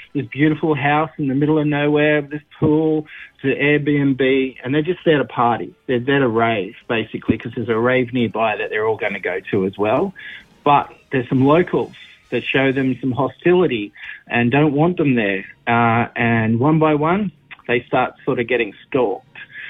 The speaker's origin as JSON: {"language": "English", "country": "Australia", "said": "Yeah, seeing we're Australian, we can just say tuna."}